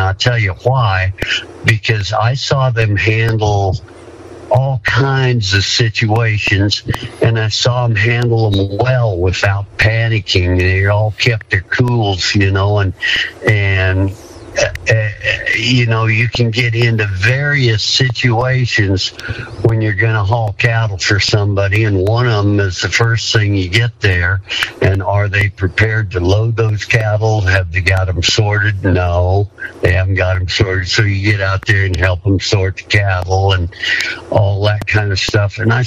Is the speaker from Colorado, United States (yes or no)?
yes; Greeley, Colorado, United States; Well, I'm from Greeley, Colorado, and Greeley's out on the eastern dry lands halfway between Denver and Cheyenne. And Greeley, when I was growing up, was about 18,000 people.